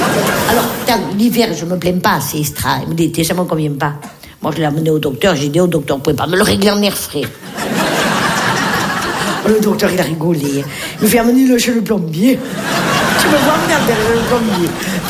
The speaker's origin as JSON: {"language": "French", "town": "Nice", "region": "Provence-Alpes-Côte d'Azur", "country": "France"}